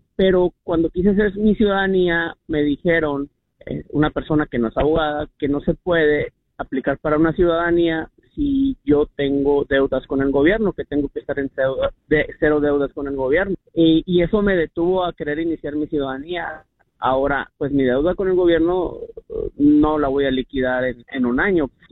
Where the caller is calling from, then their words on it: Arizona, United States; residente desde el 2014 y se me vence mi residencia en el 2024. Soy residente de Arizona.